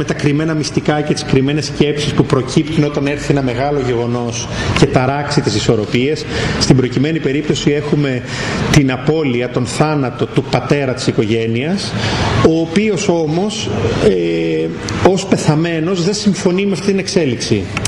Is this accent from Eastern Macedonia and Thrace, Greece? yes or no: no; Chios, North Aegean, Greece; moved away; να φέρνω παραστάσεις μου στο νησί μου